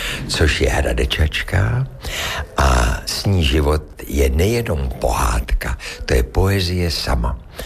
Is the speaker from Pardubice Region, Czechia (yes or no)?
yes; Pardubice, Pardubice Region, Czechia; born there; Jsem velice rád, že jsem v Hradci Králové, i když jsem se narodil v Pardubicích.